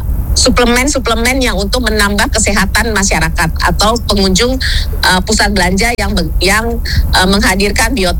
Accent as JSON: {"language": "Indonesian", "region": "Jakarta", "country": "Indonesia", "said": "kita warga Jakarta"}